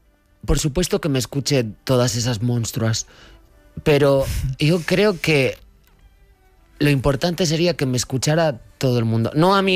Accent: León, Castile and León, Spain; born there; Nací en León capital. Me cumplí el año en Mallorca.

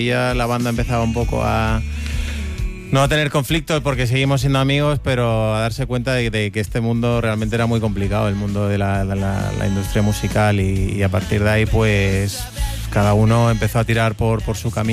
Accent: Cádiz, Andalusia, Spain; yo desde que salí de mi casa de Cádiz, siempre he estado rodeado de música

